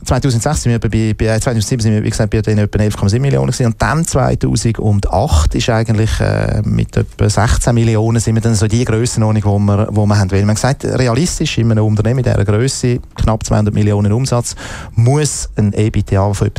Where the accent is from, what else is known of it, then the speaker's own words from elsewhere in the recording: Zurich, Switzerland; Ich bin Zürcher